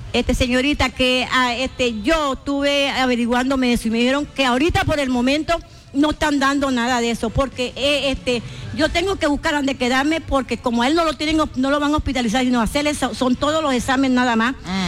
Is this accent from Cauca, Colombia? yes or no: no; Santa Marta, Magdalena, Colombia; Nada más que tengo familia aquí en Barranquilla y en Santa Marta, porque soy de Santa Marta.